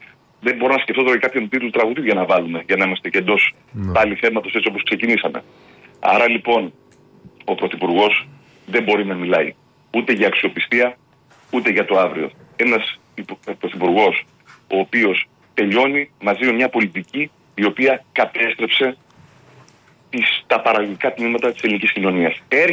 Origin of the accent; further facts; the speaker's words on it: Piraeus, Attica, Greece; Εγώ ως Πειραιώτης είμαι του ρεμπέτικου.